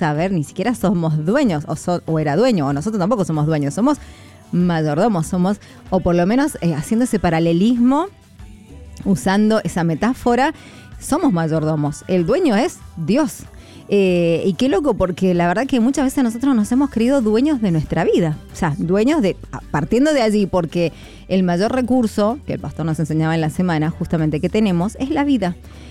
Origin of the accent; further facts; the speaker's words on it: Mendoza, Argentina; Yo estoy muy feliz, muy contenta en mi país. Amo mi país. Amo Argentina, Mendoza, así que no.